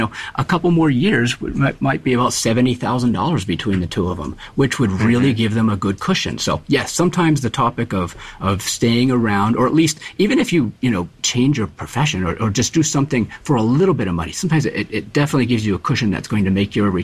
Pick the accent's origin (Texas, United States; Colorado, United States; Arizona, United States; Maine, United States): Maine, United States; Biddeford; My father, I grew up in the Biddeford area, and my father was a banker for 42 years.